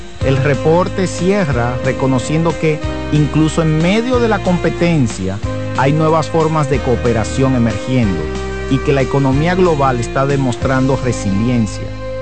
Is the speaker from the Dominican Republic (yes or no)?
yes; Dominican Republic